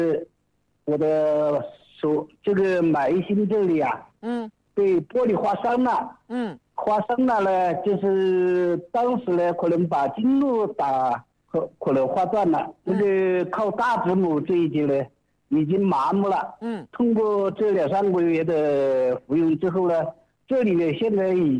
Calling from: Jingzhou, Hubei, China; 我是荆州的

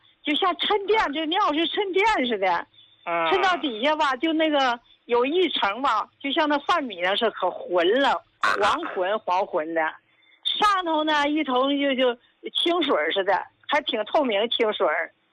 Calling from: Qinhuangdao, Hebei, China

